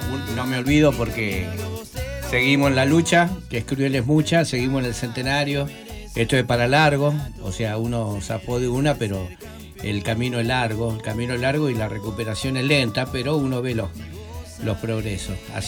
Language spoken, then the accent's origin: Spanish; Rosario, Santa Fe, Argentina; que eran todo el barrio ahí de la Rey Mendoza, el Club Amistad y Unión, el Club Libertad, que esa es la zona donde yo me crié hasta los 18. Que es donde estoy ahora viviendo en la pensión, ahí en la estación Rosario Oeste.